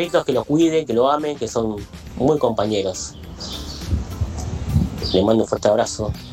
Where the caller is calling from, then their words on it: Isidro Casanova, Buenos Aires Province, Argentina; de Ciro Casanova, provincia de Buenos Aires.